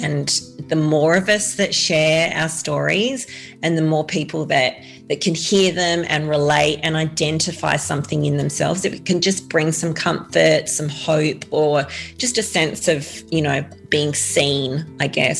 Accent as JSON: {"language": "English", "town": "Adelaide", "region": "South Australia", "country": "Australia", "tie": "born or raised there"}